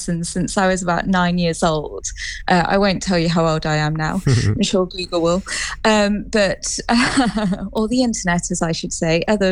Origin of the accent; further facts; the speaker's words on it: Milton Keynes, South East England, United Kingdom; I'm from Milton Keynes, born and bred.